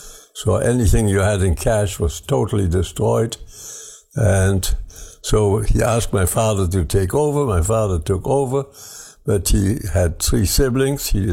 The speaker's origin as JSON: {"language": "English", "region": "Berlin", "country": "Germany", "tie": "born or raised there", "moved": "yes", "lives_now": "Canada", "said": "I was born in Germany in 1925. Which makes me 98 at the present time, and into a well-to-do family. And my family had a banking house"}